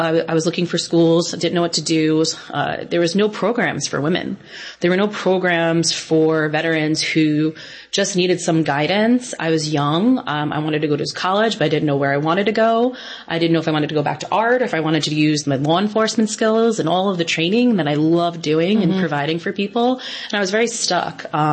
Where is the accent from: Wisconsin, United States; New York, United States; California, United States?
New York, United States; being a New Yorker